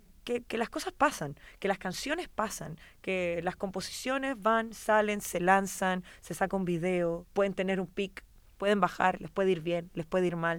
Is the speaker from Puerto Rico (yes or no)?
no; Chile; Nosotros también, como chilenos incluso, que no nacimos con este estilo.